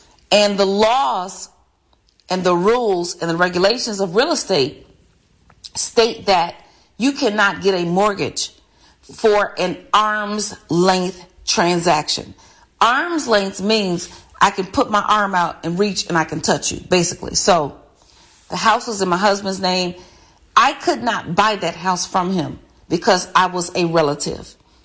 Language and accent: English; Chicago, Illinois, United States; I was born and raised in Chicago, and I bought several homes in Chicago.